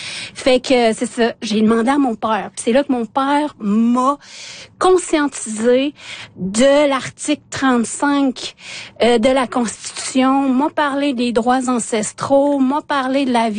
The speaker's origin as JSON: {"language": "French", "town": "Quebec City", "region": "Quebec", "country": "Canada", "tie": "born or raised there", "said": "j'ai grandi à Québec, donc hors communauté."}